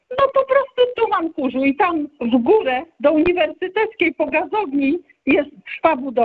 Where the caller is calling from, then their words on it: Łódź, Łódź Voivodeship, Poland; Ja mieszkam w Śródmieściu